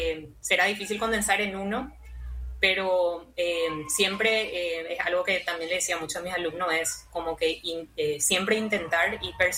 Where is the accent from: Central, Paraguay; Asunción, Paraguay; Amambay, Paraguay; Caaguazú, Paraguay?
Asunción, Paraguay